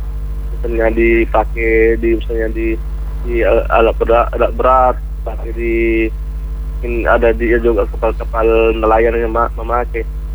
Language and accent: Indonesian; Bone, South Sulawesi, Indonesia; di Bone di daerah saya.